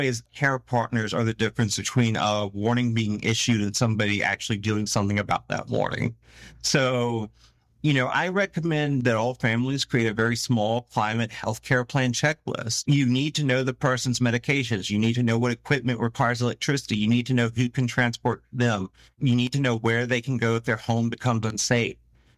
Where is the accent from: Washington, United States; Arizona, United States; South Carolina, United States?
South Carolina, United States; I'm from South Carolina. Growing up, other than Hugo, I can count on my hands the number of times Charleston probably flooded.